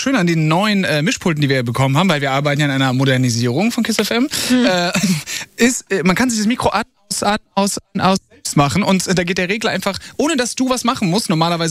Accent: Italy; German is a second language; Weil ich habe das am Anfang auch nicht gecheckt, weil ich bin ja Italiener, also ich verstehe viele Dinge nicht.

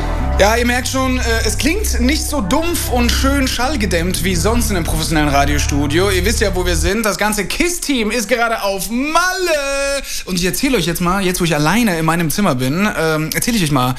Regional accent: Italy; Aber ihr vergesst, ich bin Italiener.

